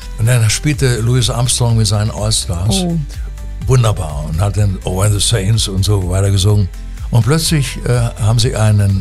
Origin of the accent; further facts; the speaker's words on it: Pforzheim, Baden-Württemberg, Germany; Aber so richtig zur Musik kam ich, da war ich 14. Und da gab es bei uns in Pforzheim, wir waren da in Pforzheim, einen Jugendfilmclub.